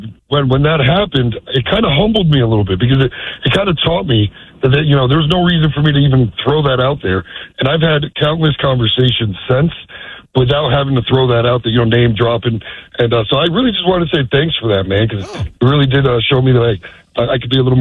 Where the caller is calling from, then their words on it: Tarpon Springs, Florida, United States; from Tarpon.